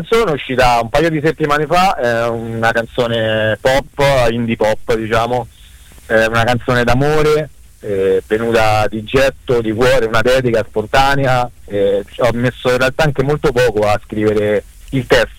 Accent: Civita Castellana, Lazio, Italy; Civita Castellana, mi trovo attualmente a Civita Castellana, tra provincia di Viterbo, ma tra Roma e Viterbo, diciamo, metà strada.

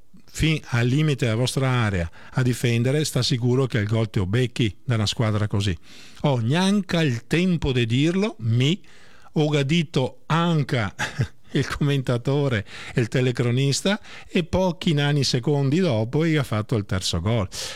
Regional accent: Sant'Angelo di Piove di Sacco, Veneto, Italy; born there; pure il mio paese natale, patrono San Michele Arcangelo, Sant'Angelo, Sant'Angelo di Piove di Sacco

